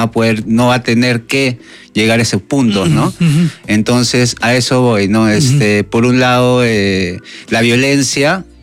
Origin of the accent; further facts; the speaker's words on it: Lima, Peru; yo viví, como repito, viví hasta los 17 años, uh-huh, toda mi infancia en Comas, en Retablo, y mi jardín de juegos era Coyique